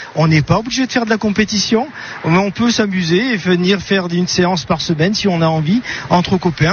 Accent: Nice, Provence-Alpes-Côte d'Azur, France; born there; Niçois, oui, je suis né à Nice, je suis né dans ce même quartier

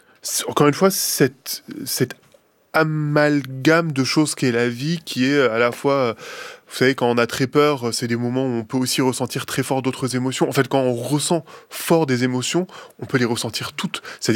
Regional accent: France; je suis français.

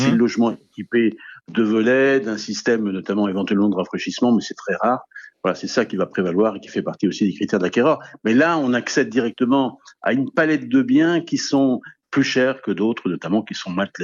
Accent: Brittany, France; je suis breton, c'est pour ça que je suis un peu chauvin.

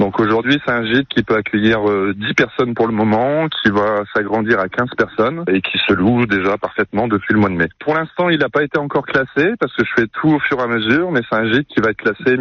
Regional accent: Anizy-le-Grand, Hauts-de-France, France; Moi j'ai grandi à Anisy Le Grand, donc j'ai rénové ce corps de ferme à 3 km d'Anisy-le-Grand

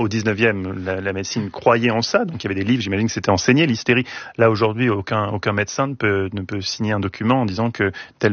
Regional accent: France; chez nous en France

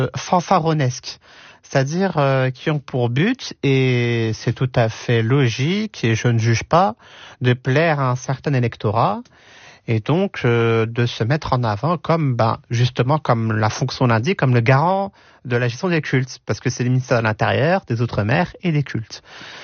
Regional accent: Algeria; Et le second pays, qui est mon pays d'origine, l'Algérie.

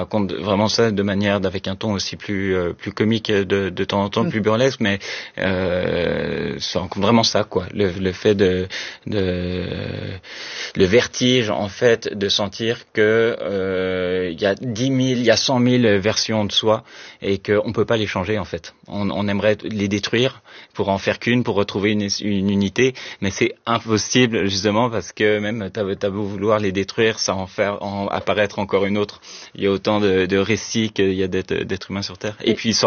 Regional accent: Quebec, Canada; accent: Québécois; Mais par exemple, moi qui ai grandi grandi au Québec, je vais au Québec et je reprends progressivement mon accent québécois

